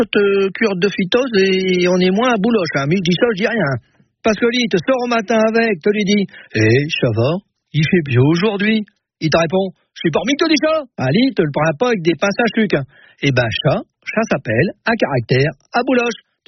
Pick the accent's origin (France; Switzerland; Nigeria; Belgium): France; Hauts-de-France; par chez nous, dans le Nord et le Pas-de-Calais